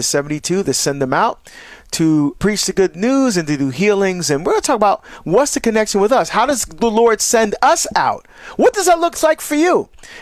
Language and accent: English; New Jersey, United States; looking forward to being back in my home state, you know, back in Jersey again.